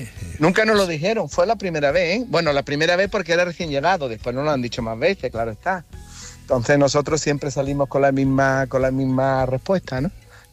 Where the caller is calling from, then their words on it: southern Spain, Spain; Y yo soy moreno, como del sur que somos